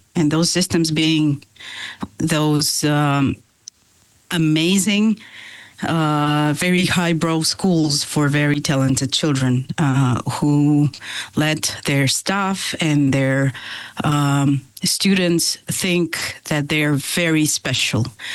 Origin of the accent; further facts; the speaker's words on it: Moscow, Russia; born there; English is a second language; moved away as an adult; I was born in Moscow. And when the war with Ukraine started, I fled my country in a week, I think.